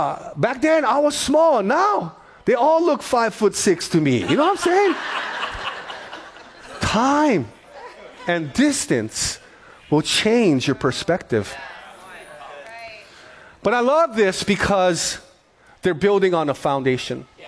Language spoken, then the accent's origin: English; Kalihi, Hawaii, United States; So we grew up in Kalihi. We lived in Kalihi.